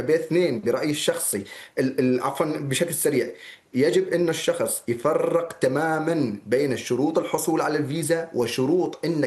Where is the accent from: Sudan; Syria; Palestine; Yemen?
Syria; أو مثل المعهد عندنا بسوريا.